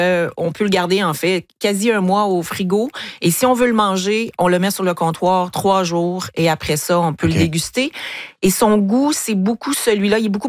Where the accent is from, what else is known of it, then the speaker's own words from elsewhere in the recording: Montreal, Quebec, Canada; moved away; on vient de Montréal, moi et mon conjoint.